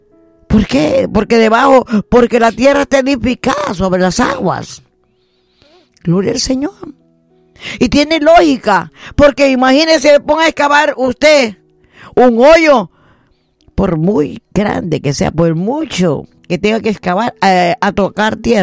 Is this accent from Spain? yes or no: no; El Salvador; en mi país, El Salvador.